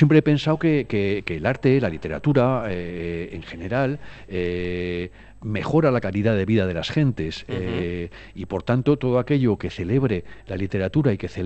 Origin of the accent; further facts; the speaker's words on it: Zaragoza, Aragon, Spain; Yo soy zaragozano.